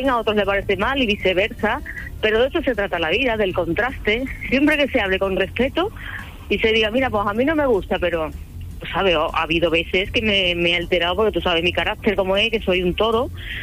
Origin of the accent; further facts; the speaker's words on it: Seville, Andalusia, Spain; moved away; me bajaré para Sevilla, este viaje, que quiero estar en mi tierra estos dos mesecitos